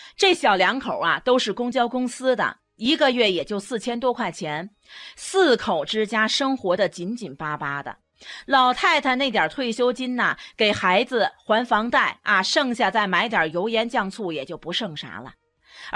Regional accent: China; moved away; also born or lived in United States; 我们中国人做的就比较好

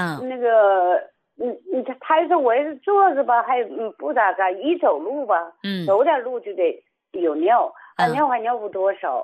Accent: Changchun, Jilin, China; 我是长春市双阳区的。

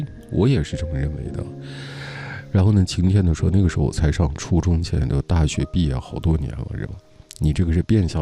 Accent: Yunnan, China; 我是云南人啊，我是地道的云南人，土生土长的云南人。

